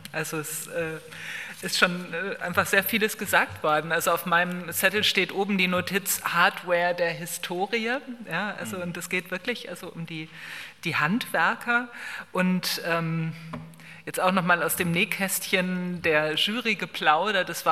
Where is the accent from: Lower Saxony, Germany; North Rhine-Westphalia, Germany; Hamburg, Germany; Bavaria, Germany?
North Rhine-Westphalia, Germany; Bottrop; ich komme aus dem Ruhrgebiet, ich komme aus Bottrop